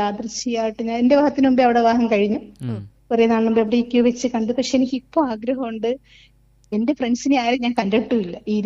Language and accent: Malayalam; Kollam, Kerala, India; moved away; ഞാൻ വളർന്ന സ്ഥലത്തൂടെയൊക്കെ യാത്ര ചെയ്യുന്നതായിട്ട് കുറെ ലൊക്കേഷനുകളും കൊറേ കാണാത്ത എന്റെ ആ ലൊക്കേഷൻ മൊത്തം, അതായത് കൊല്ലത്തെ ലൊക്കേഷൻ മൊത്തം